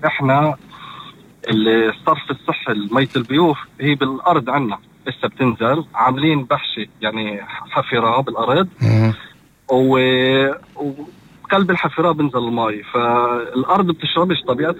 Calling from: Yafa an-Naseriyye, Northern District, Israel; من يافت الناصري.

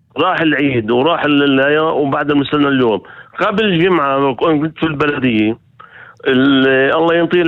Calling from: Shefa-Amr, Northern District, Israel; كأني أنا مواطن من حيفا مش من شفاعمر

